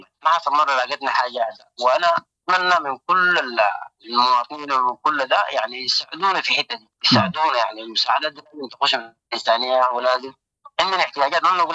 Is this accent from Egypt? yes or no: no; Sudan